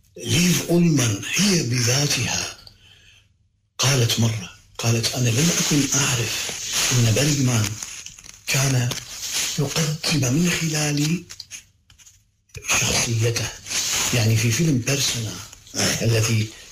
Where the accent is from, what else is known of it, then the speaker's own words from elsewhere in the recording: Iraq; أنا كعراقي